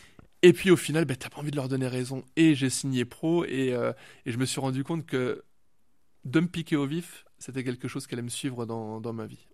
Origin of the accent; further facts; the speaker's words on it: Grand Est, France; now in Morbihan, France; moi je suis originaire des Ardennes. Ça fait seulement 3 ans et demi que je suis dans le Morbihan.